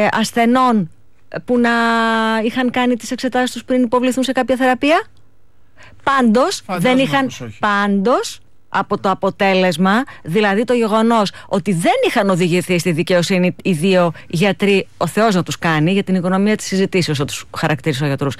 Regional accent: Drymonas, Western Greece, Greece; born there; moved away; στο χωριό μου, στο Δρυμόνο Αιτωλοκαρνανίας

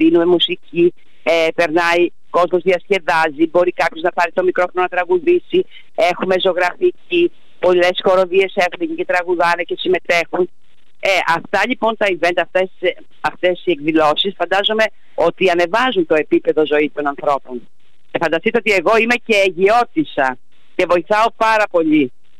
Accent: Aigio, West Greece, Greece; Εγώ όπως ξέρετε είμαι από το Αίγιο

